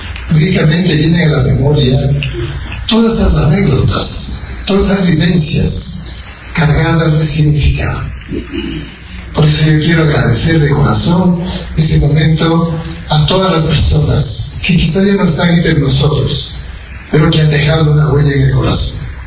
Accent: Azogues, Cañar, Ecuador; en mi tierra, en Azores

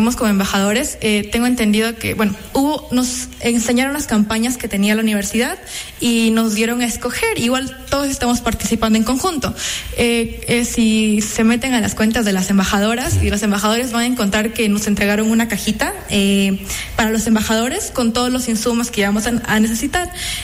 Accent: Gualaquiza, Morona Santiago, Ecuador; now in Zamora, Ecuador; Yo soy originaria de Gualaquiza y actualmente vivo en Zamora.

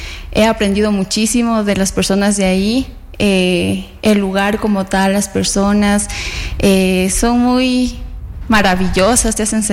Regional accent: Pelileo, Tungurahua, Ecuador; moved away as an adult; now in Latacunga, Ecuador; yo soy de Tungurahua, específicamente de Pelileo, pero por mis estudios estoy aquí en Atacunga. Pero por tesista fui allá a Santa Elena.

